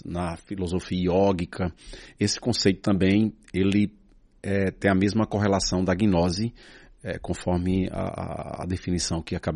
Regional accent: Monteiro, Paraíba, Brazil; now in Vertentes, Brazil; Atualmente eu moro em Vertentes, eu sou natural de Monteiro, Paraíba.

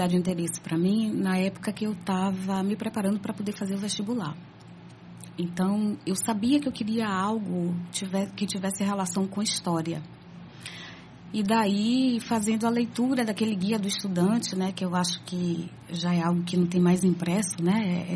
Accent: Salvador, Bahia, Brazil; eu sou natural de Salvador, Bahia.

